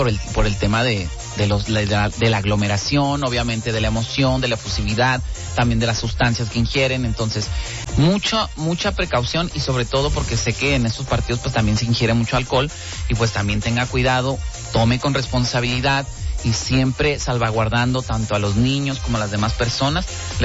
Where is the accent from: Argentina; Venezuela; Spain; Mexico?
Mexico; y como mexicanos que nos gusta expresar todo